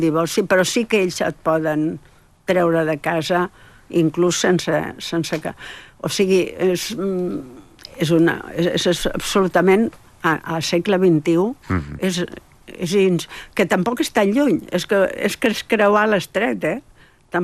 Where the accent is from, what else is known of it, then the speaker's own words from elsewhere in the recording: Catalonia, Spain; Pues, pues soc catalana, tenim molts fama.